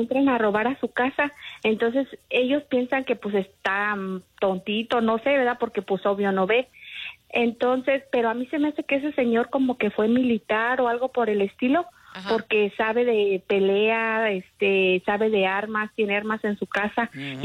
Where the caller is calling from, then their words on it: Arlington, Texas, United States; Hablo de Arlington, Texas.